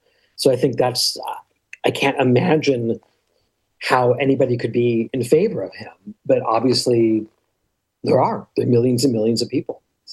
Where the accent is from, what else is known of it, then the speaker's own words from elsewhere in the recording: New Jersey, United States; No, we're both New Jerseyites originally. She's from North Jersey. I'm from South Jersey. We cover the state.